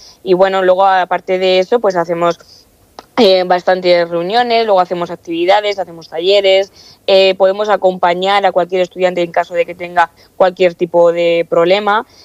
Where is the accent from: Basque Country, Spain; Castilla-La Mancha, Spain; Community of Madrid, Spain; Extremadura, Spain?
Castilla-La Mancha, Spain; yo no soy de Cartagena, de hecho yo soy de un pueblo de Ciudad Real, de Castilla-La Mancha, y para mí fue un cambio bastante drástico.